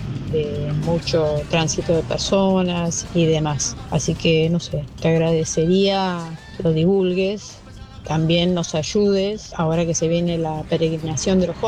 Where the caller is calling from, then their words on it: Luján, Buenos Aires Province, Argentina; te hablo desde Luján